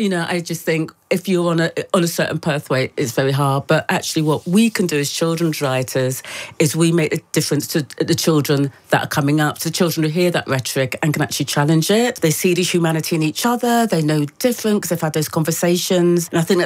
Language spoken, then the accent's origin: English; England, United Kingdom; I'm not Scottish, I'm not Welsh. I'm very definitely English.